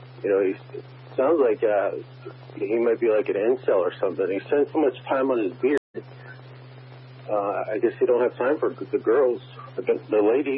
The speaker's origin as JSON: {"language": "English", "region": "New Jersey", "country": "United States", "said": "I'm back, you know, I'm from Jersey."}